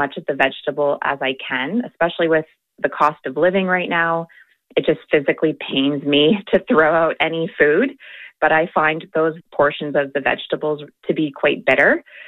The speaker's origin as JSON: {"language": "English", "town": "Kitchener", "region": "Ontario", "country": "Canada", "said": "I'm from Kitchener, Ontario, Canada."}